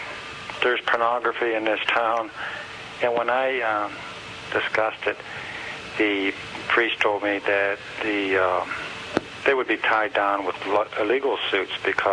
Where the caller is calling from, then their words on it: Johnstown, Pennsylvania, United States; Johnstown, Pennsylvania.